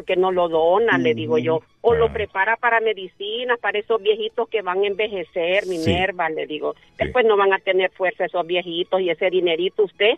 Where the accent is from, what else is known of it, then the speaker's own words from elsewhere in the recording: Honduras; es de Honduras, yo soy de Honduras